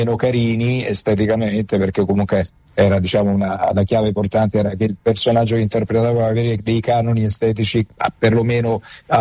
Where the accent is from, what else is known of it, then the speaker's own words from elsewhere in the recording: Naples, Campania, Italy; also born or lived in Castellammare di Stabia; perché io sono campano, nato